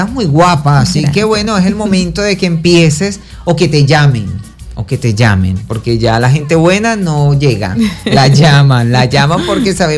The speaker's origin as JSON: {"language": "Spanish", "town": "Caracas", "region": "Capital District", "country": "Venezuela", "tie": "born there", "said": "uno que es de Caracas, yo nací en Caracas"}